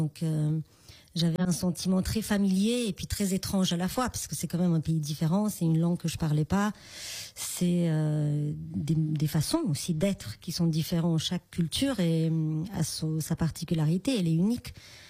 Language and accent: French; Romania; French is a second language; moved away as an adult; now in Lyon, France; donc je suis née en Roumanie en 1986